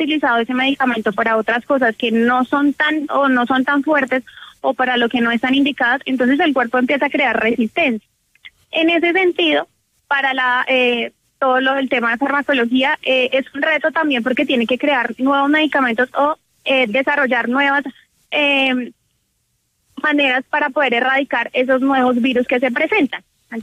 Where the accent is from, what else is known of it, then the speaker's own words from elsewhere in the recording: Colombia; Lo que pasa es que nosotros como colombianos